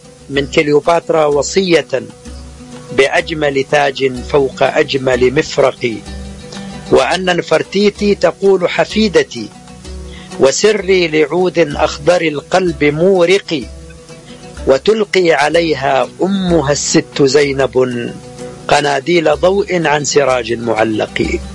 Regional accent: Egypt; وعندنا في مصر يقولوا لقيني ولا تغديني

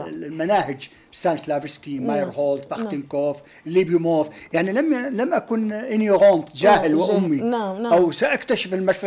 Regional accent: Iraq; moved away as an adult; now in France; أنا كممثل عراقي

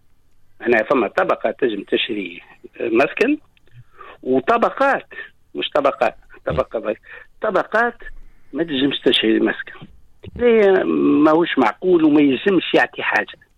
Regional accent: Tunisia; معناها انا كتونسي كان نحط اليوم مطلب يلزمني 200 سنة

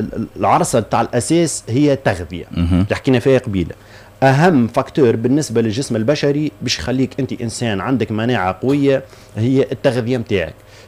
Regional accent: Tunisia; احنا مواطن تونسي يقعد بار اكزومبل شاد الصف الصباح ربع ساعة

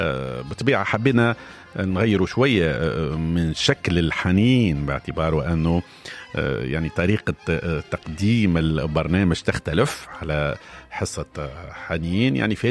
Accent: Tunisia; accent: Tunisian dialect; احنا نقوله نستنى بلهجتنا التونسية.

